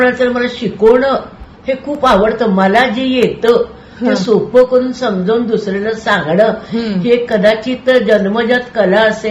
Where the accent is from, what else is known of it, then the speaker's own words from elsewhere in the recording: Rukdi, Maharashtra, India; रुकडी कोल्हापूरचं ते माझं मूळ गाव, आणि तिथं रुकडीला पण आमच्या दारामध्ये स्वामी समर्थाने दिलेल्या पादुकांचं दत्त मंदिर आहे.